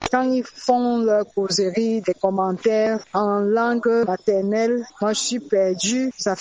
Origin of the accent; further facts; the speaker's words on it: Yaoundé, Centre, Cameroon; j'ai grandi à Yaoundé.